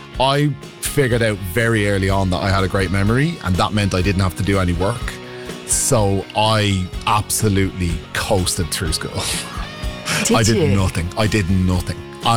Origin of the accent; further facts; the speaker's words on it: Rathcoole, Leinster, Ireland; I loved growing up in Rathcoole, and it was just a great place to grow up. So much so that most of my friends who had moved away actually moved back and are raising their own families there, which is kind of cool. At the time, it was quite a small village. It's got a lot bigger now